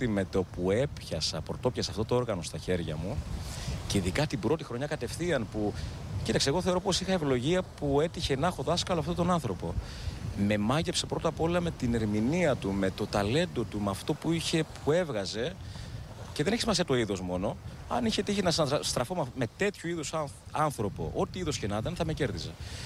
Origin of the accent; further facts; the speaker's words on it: Athens, Attica, Greece; moved away as an adult; now in Crete, Greece; εγώ μεγάλωσα στην Αθήνα καταρχάς. Εγώ κατέβηκα μόνιμα στην Κρήτη στα 18-19 μου χρόνια.